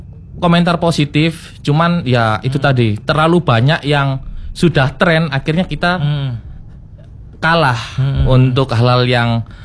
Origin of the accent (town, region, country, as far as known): Surabaya, East Java, Indonesia; born or raised there